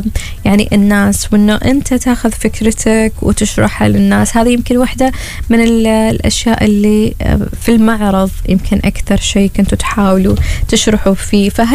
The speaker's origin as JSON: {"language": "Arabic", "country": "Oman", "said": "احنا ايضا كشباب عمانيين"}